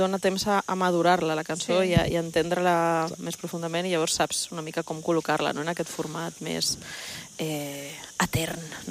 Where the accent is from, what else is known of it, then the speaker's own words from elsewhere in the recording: Ibiza, Balearic Islands, Spain; com a eivissenca